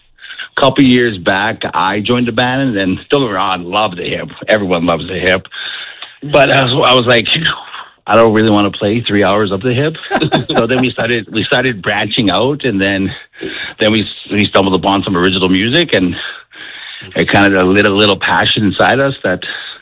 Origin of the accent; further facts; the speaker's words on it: Beauval, Saskatchewan, Canada; me and Chad we're both from Beauval, Saskatchewan.